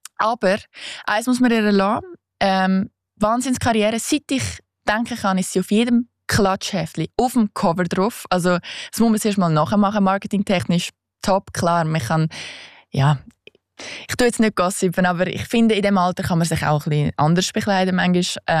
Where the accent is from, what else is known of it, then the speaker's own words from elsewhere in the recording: Switzerland; weil wenn du so als Schweizer in den Tee gehst und keine Ahnung hast, ja.